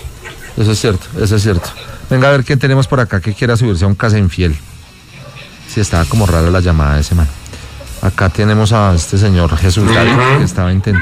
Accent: Bogotá, Colombia; usted, somos rolos.

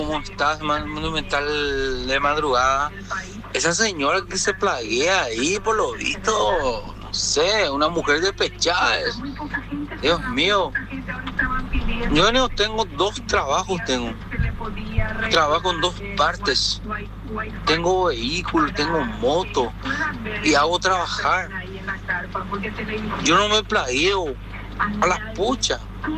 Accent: Asunción, Paraguay; Yo soy de Sajonia, le veo a ella viniendo en el spa

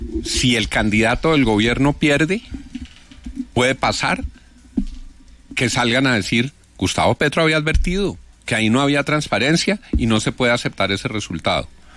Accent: Colombia; Yo le ruego, le suplico como colombiano, le imploro

